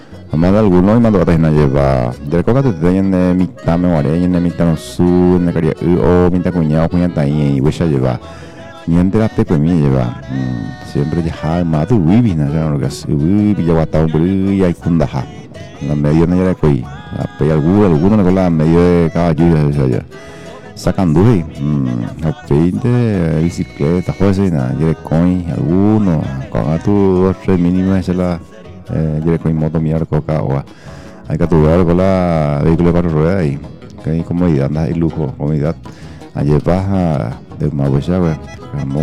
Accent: Paraguay; como buen paraguayo que somos, paraguayo y paraguayo

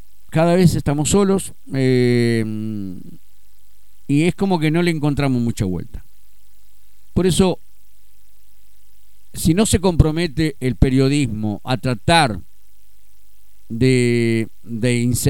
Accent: Argentina; Lo único que estamos con pobreza absoluta somos el pueblo argentino

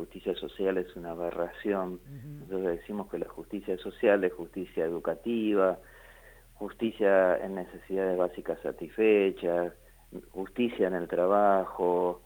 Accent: Argentina; lo que somos como argentinos, ¿no?

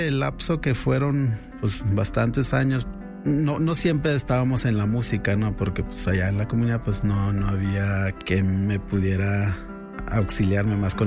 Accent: Retosachi, Chihuahua, Mexico; Soy de Retosachi, en Batopilas, 12 horas más o menos desde desde la capital, aquí en Chihuahua. Estuve ahí en la comunidad con mis papás hasta los 12 años

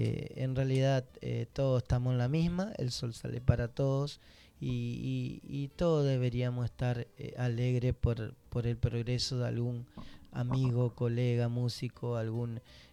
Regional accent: Reconquista, Santa Fe, Argentina; Reconquista, a mi ciudad. Bueno, la verdad que más que orgulloso de mi ciudad y de todo lo que se hace en mi ciudad

